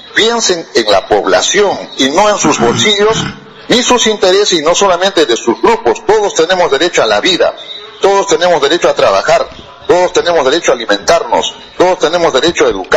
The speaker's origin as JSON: {"language": "Spanish", "country": "Peru", "said": "nosotros como peruanos"}